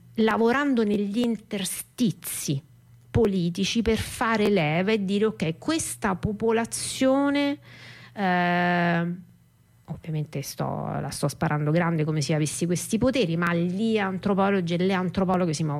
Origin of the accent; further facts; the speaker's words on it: Rome, Lazio, Italy; Io sono romana